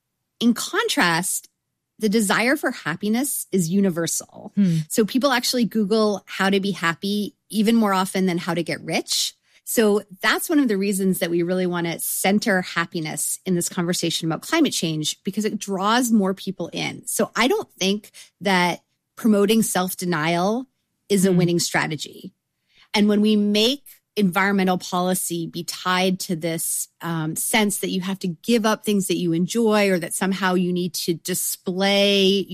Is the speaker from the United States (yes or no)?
no; Canada; you know, as a Canadian, I am legally obligated to encourage people to seek out Quebec maple syrup